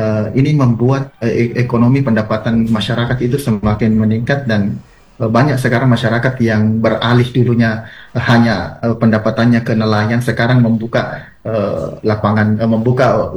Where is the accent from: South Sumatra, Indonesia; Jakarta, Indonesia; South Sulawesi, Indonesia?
South Sulawesi, Indonesia; Desa kami menjadi tujuan wisata khususnya di Sulawesi Selatan saat ini.